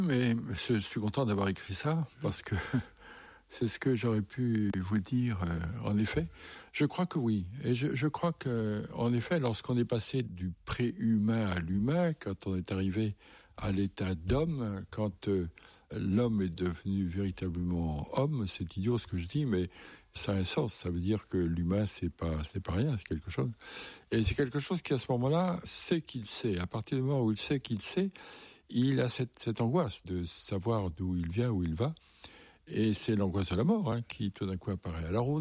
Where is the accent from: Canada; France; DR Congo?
France; Alors j'ai dit, non, je suis français